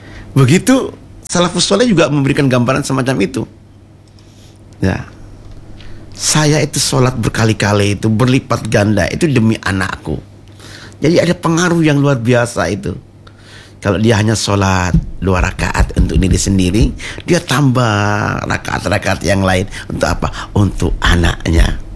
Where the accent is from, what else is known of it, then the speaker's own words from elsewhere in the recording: Gresik, East Java, Indonesia; also born or lived in Egypt; Kalau kita orang Gresik seperti damar kurung.